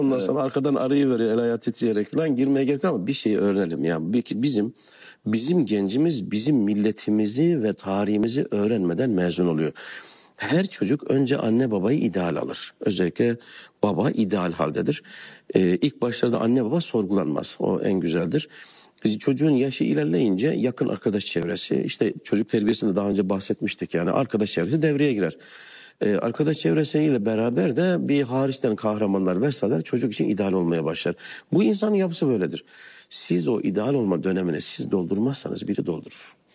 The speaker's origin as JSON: {"language": "Turkish", "town": "Çarşamba", "region": "Samsun", "country": "Turkey", "said": "Çarşambalıyım."}